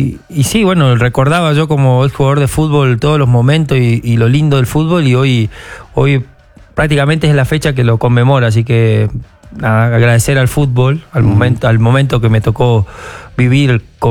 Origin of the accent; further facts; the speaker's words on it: Argentina; llegando ya a mi querida Argentina